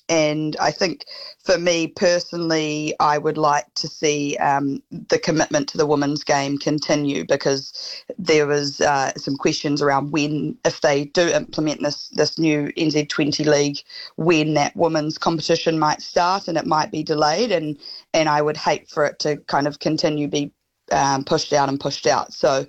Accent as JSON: {"language": "English", "region": "Wellington", "country": "New Zealand", "said": "I'm biased, I'm from Wellington"}